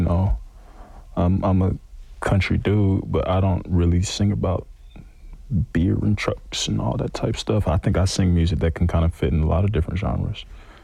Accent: Atlanta, Georgia, United States; I'm from Atlanta.

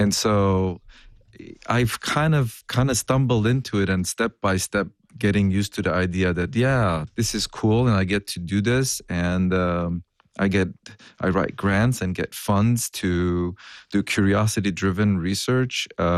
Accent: Lebanon; moved away; I'm an immigrant from Lebanon of Armenian origin

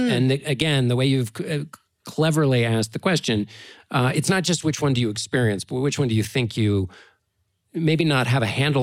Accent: Washington, District of Columbia, United States; I'm from Washington, D.C. There are no horses, only asses.

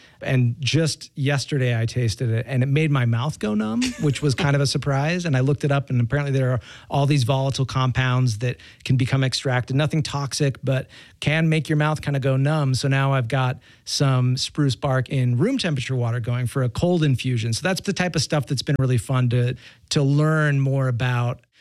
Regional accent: Utah, United States; I was raised quite religious. I'm from Utah. I was raised Mormon

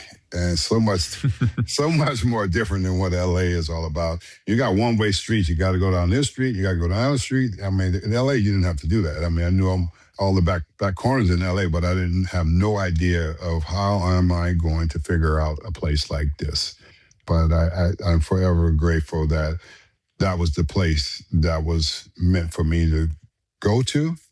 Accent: Los Angeles, California, United States; born or raised there

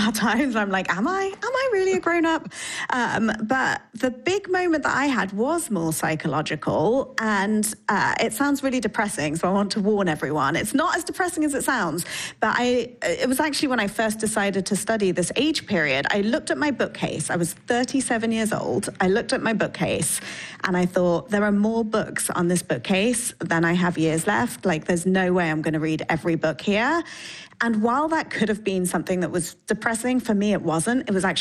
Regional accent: United Kingdom; I'm British, so in the UK, you want to be 18 so you can go and have a drink.

